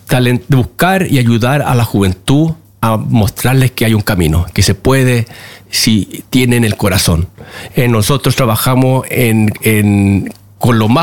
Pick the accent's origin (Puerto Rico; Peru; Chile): Chile; now in Norway; yo empecé a bailar ya desde cuando era niño en Chile, cueca, folclore chileno.